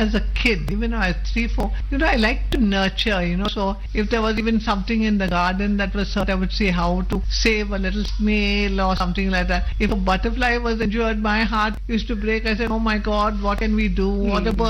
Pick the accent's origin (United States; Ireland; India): India; Karnataka; when I joined the hospitals and all, they were surprised that I could even speak English because I came from Karnataka.